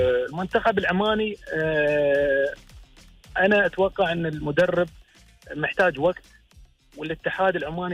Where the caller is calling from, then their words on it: United Arab Emirates; إحنا كجماهير إماراتية